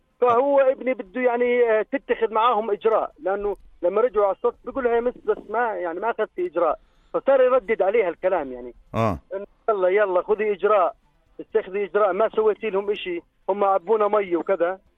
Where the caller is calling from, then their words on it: Aqaba, Aqaba Governorate, Jordan; سكان العقبة المنطقة العاشري.